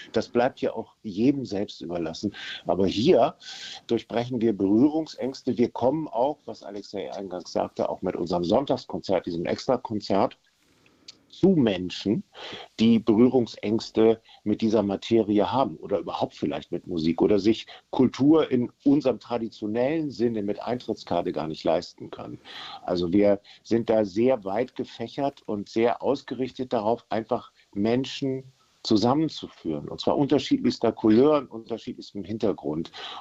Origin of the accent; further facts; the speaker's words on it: Cuxhaven, Lower Saxony, Germany; also born or lived in Hamburg; weil ich bin hier aufgewachsen, als Hamburger, aber in Cuxhaven aufgewachsen